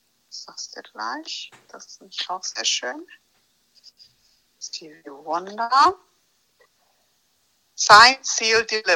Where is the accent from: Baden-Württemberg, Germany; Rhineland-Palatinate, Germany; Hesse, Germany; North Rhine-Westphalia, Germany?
Baden-Württemberg, Germany; accent: Kinzigtal dialect; Und dann sagte, und jetzt werde ich wegen meinem Kinzigtäler Dialekt auch noch irgendwie als Ausländerin betitelt.